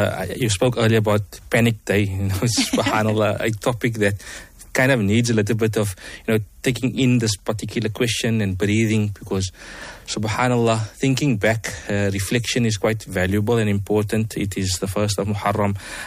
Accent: Cape Town, Western Cape, South Africa; So I grew up in Lavender Hill and as well as Grassy Park area.

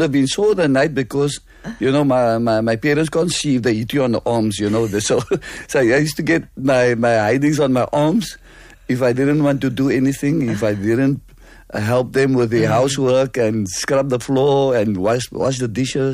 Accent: Cape Town, Western Cape, South Africa; Okay, I grew up here in Silvertown. I was born opposite Athol Stadium and the Clover Crescent, yes.

